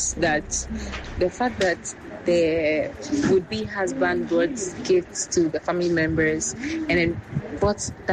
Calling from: Achimota, Greater Accra, Ghana; I'm speaking from Achimota.

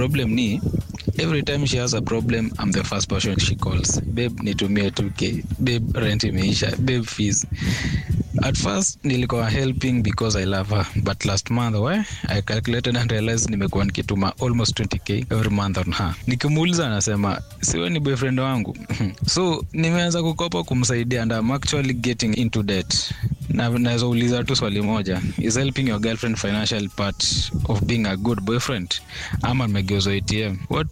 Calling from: Malindi, Kilifi County, Kenya; niko 24, natoka Mali, Malindi.

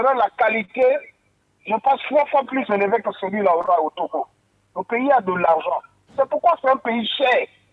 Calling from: Gabon; nous, on ne veut pas nous dire en tant que Gabonais

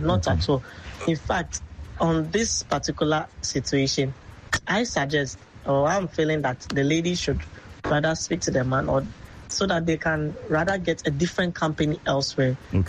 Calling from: Tema, Greater Accra, Ghana; from Tema Community 5.

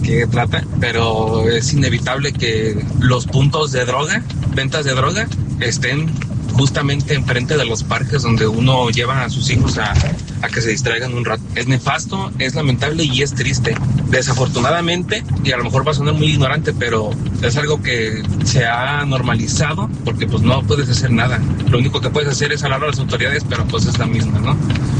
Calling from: Tepic, Nayarit, Mexico; yo soy de Tepic, aquí en Tepic hay una zona que se llama la zona de las canteras.

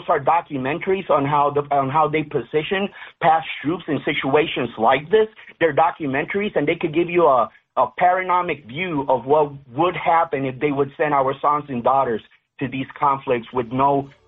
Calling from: Puerto Rico; I'm calling here from the Caribbean and from Puerto Rico

